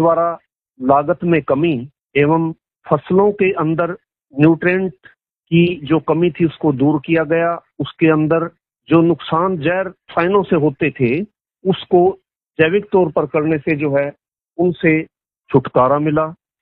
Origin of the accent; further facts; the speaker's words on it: Sambhli, Haryana, India; district Karnal, गांव सांभली का रहने वाला हूं